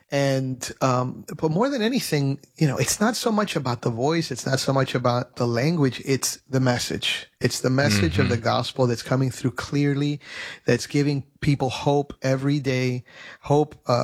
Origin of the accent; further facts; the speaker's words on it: United States; born there; I'm Cuban American. I was born in the United States